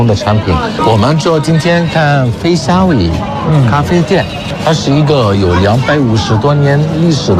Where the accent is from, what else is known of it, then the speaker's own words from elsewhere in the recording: Egypt; Chinese is a second language; 欢迎大家来埃及。这里是我们埃及著名的金字塔